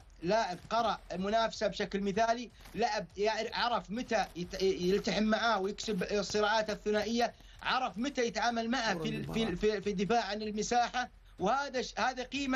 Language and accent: Arabic; Saudi Arabia; عمل مميز من كابتن سعد الشهري اللي إحنا كمدربين سعوديين نفتخر فيه